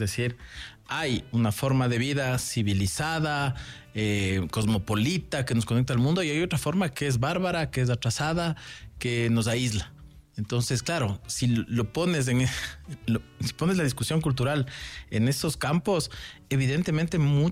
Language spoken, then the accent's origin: Spanish; Mexico; la primera vez que me di cuenta que teníamos acento, porque claro, yo era de los que no, aquí no tenemos acento, vamos, fue cuando comencé a salir con el grupo de teatro con el que trabajaba muy jovencito a festivales internacionales. E ibas a otro lugar, primero que todo el mundo te decía mexicano.